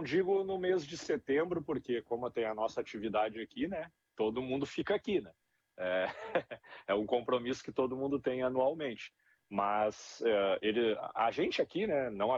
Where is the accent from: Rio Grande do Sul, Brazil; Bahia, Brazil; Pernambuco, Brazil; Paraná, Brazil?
Rio Grande do Sul, Brazil; Santo Antônio da Patrulha; now in Norway; Eu sou de Santo Antônio da Patrulha, uhum, aí pertinho, terra da rapadura, né?